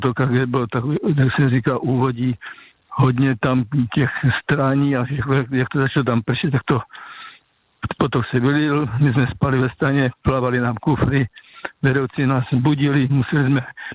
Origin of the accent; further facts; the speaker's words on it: Žeravice, South Moravian Region, Czechia; pocházím z Moravského Slovácka, z městečka Žeravice, to je mezi Kyjovem a Mzencem.